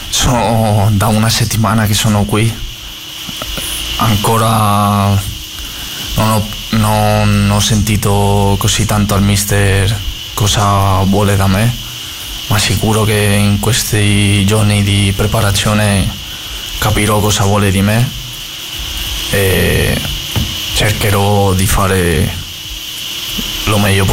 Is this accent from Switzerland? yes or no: no; Spain; now in Italy; Sono troppo felice alla fine nel mio paese dove sono cresciuto